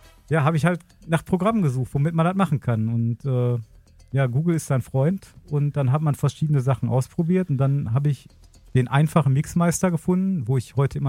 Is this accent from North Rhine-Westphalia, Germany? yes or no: yes; Gladbeck, North Rhine-Westphalia, Germany; Und dann hat mir auch jemand gesagt, bei uns in Gladbeck, da gab es so einen kleinen Plattenladen. Da bin ich immer reingegangen. Da habe ich mir jeden Monat von meinem Taschengeld.